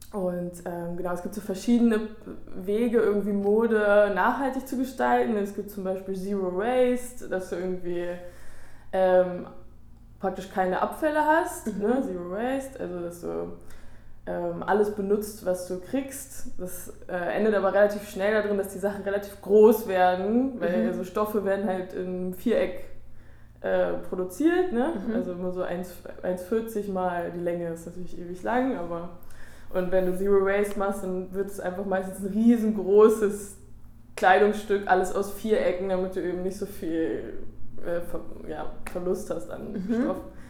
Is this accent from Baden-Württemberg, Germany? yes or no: no; Berlin, Germany; born there; moved away as an adult; now in Hamburg, Germany; Ich bin eigentlich geboren in Berlin, aber habe studiert in Hamburg Modedesign